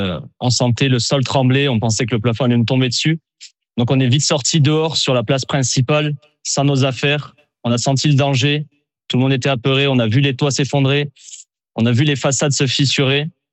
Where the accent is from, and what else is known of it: France